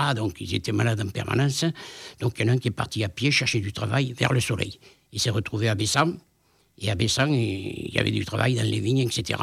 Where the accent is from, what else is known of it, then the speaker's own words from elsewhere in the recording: France; born there; Moi, je suis née en France. Mes parents sont nés en France. Mais mes grands-parents ont fait une immigration économique, si je puis dire.